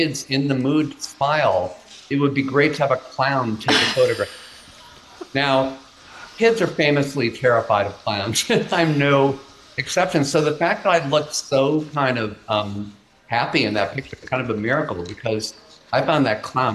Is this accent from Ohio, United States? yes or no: yes; Cleveland, Ohio, United States; I was probably 4 or 5. And I grew up in Cleveland, Ohio